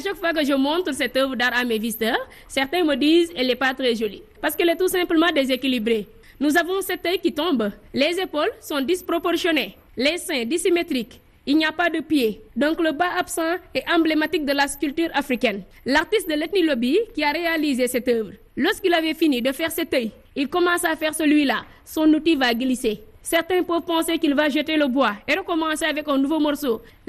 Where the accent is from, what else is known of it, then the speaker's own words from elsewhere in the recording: Sine-Saloum, Senegal; first language Serer; French is a second language; ma langue maternelle parce que je suis serrure sine surtout.